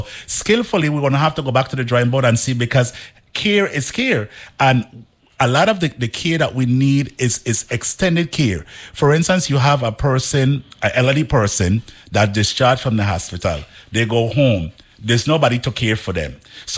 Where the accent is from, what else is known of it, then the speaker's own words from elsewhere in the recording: Frederiksted, St. Croix, U.S. Virgin Islands; I'm from Frederickstead.